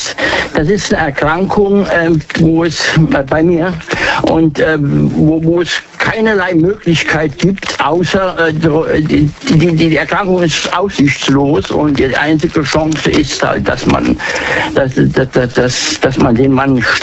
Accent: Idar-Oberstein, Rhineland-Palatinate, Germany; aus Idar-Obersteine, Edelsteinstadt.

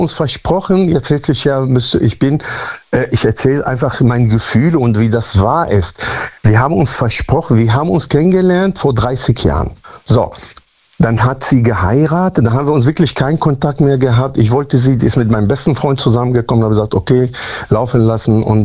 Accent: Münster, North Rhine-Westphalia, Germany; Münster-Westfalen. Ich komme aus

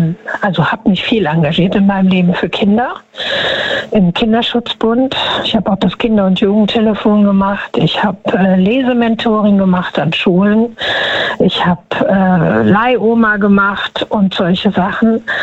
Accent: Düsseldorf, North Rhine-Westphalia, Germany; Düsseldorf.

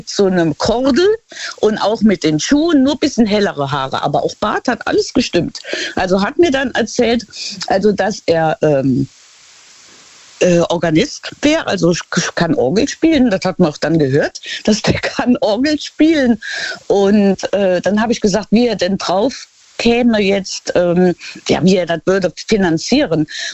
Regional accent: Luxembourg; Und dann sagt er, und dieses Gemäldekaffee heißt das bei uns in Luxemburg, das ist eigentlich ja, so eine altmodische Kneipe mit Kaffee

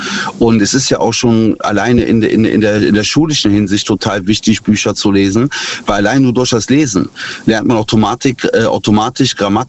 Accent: North Rhine-Westphalia, Germany; Ich bin aus der Nähe von Bonn.

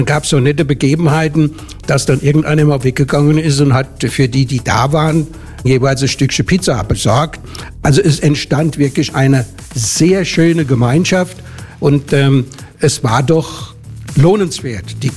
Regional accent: Mainz, Rhineland-Palatinate, Germany; Und bei uns in Mainz gab es eine einzige Verkaufsstelle für das gesamte Rhein-Main-Gebiet, die lautete Reisebüro Poppe.

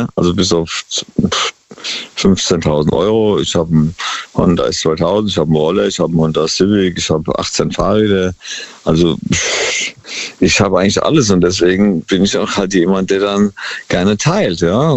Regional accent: Palaikastro, Crete, Greece; Und dann am 5. von Athen übersieht nach auf Kreta, meine Heimat eigentlich, Palle Castro.

